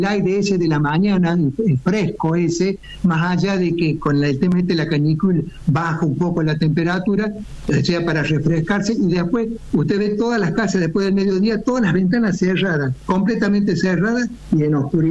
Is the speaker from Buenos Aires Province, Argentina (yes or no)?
no; Córdoba, Argentina; now in Villa General Belgrano, Argentina; Yo soy de Barrio Jardín, o sea, no voy a decir de qué equipo soy, pero soy de Barrio Jardín, nacido y criado, y después me fui a...